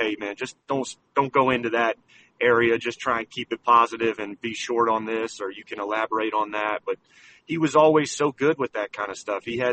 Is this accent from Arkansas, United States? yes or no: no; Louisville, Kentucky, United States; I'm from Louisville